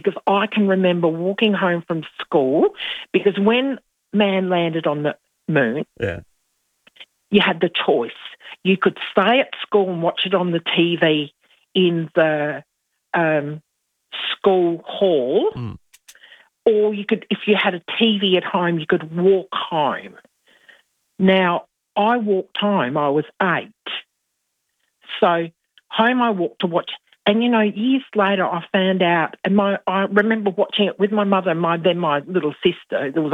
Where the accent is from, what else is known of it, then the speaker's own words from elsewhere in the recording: Whyalla, South Australia, Australia; And I'm originally from Whyalla, and it's always the third Saturday and Sunday of August that is the Whyalla show.